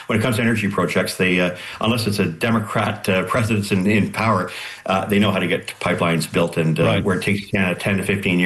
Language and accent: English; Canada